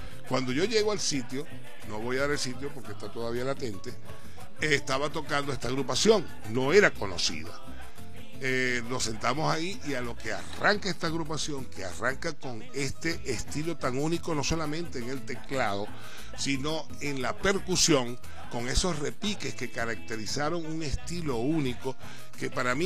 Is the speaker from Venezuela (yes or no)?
yes; Maracaibo, Zulia, Venezuela; now in Guayana, Venezuela; nosotros en Maracaibo, los maracuchos nacemos donde nos dé la gana